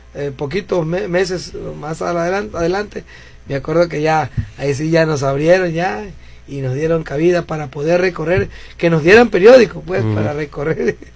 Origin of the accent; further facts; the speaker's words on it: Mexico; como parte, como mexicanos